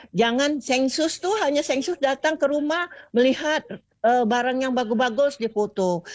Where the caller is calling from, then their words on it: Indonesia; kami warga Kampung Jawa ini